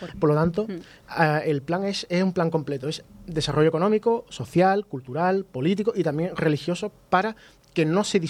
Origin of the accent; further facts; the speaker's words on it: Spain; para nosotros como españoles